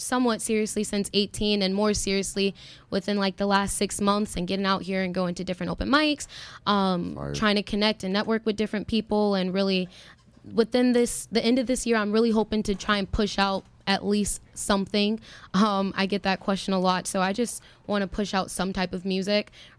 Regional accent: Illinois, United States; now in Racine, United States; Okay. So I'm actually from Illinois. I just moved out here to Wisconsin in Racine about 2 years ago.

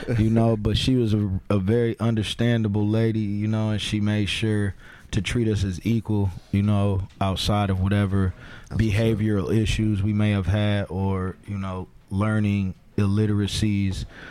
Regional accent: Minneapolis, Minnesota, United States; moved away as an adult; now in Milwaukee, United States; I'm from South Minneapolis, born and raised.

